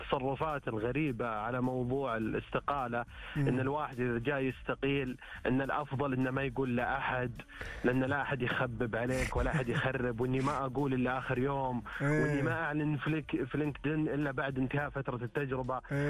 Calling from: Riyadh, Riyadh Province, Saudi Arabia; من الرياض.

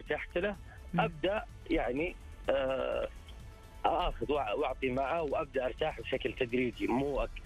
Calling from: Riyadh, Riyadh Province, Saudi Arabia; من الرياض.

